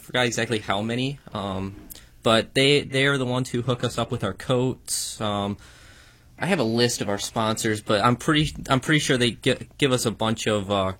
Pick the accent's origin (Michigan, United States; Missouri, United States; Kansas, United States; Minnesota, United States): Michigan, United States; Saginaw; I'm from Saginaw, Michigan. I've lived here my entire life. I've just graduated from Freeland High School last year